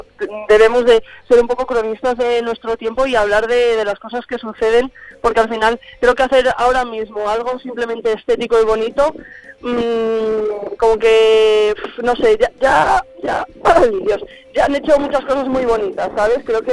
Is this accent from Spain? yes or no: yes; Morales del Vino, Castile and León, Spain; also born or lived in Tarragona / Zamora / Valencia; pues allí, bueno, me he criado ahí toda la vida, aunque, bueno, no soy... O sea, estuve también viviendo en Zamora de pequeñina nací en Tarragona, me parieron allí, pero bueno, yo me considero zamorana, vaya, 100%.